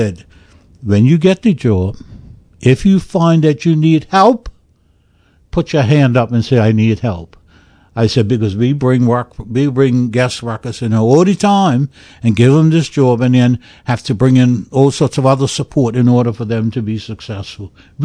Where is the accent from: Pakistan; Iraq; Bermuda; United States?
Bermuda; Somerset, Sandys Parish; They're from Somerset, I'm from Somerset, and so the families are connected.